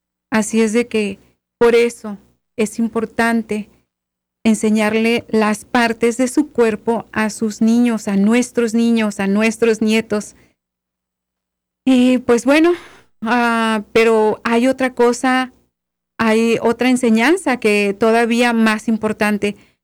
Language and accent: Spanish; Mexico; como estas cosas que regularmente nosotros como latinos o como mexicanos tendemos a hacerlos.